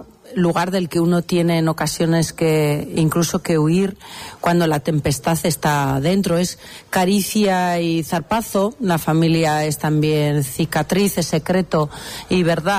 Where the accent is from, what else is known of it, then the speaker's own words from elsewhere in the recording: Tudela, Navarre, Spain; Congreso que se celebra en Tudela, en Navarra, por tanto mi tierra